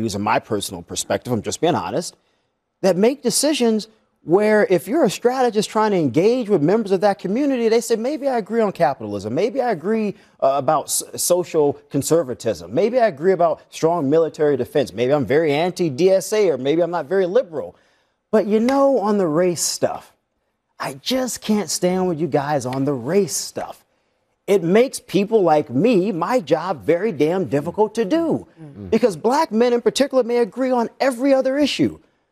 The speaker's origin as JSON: {"language": "English", "region": "the South", "country": "United States", "tie": "born or raised there", "said": "I mean, obviously, I grew up in the South."}